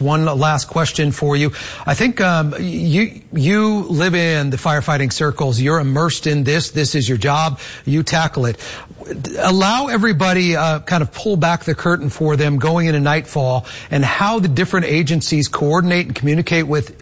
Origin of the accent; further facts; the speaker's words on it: Spokane, Washington, United States; born there; I was born in Spokane.